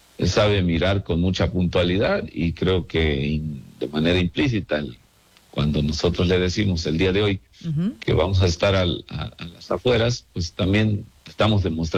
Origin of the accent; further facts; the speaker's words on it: Mexico; ni con la credencial nosotros que somos de Chiapas, de Michoacán, de Guerrero, ¿no?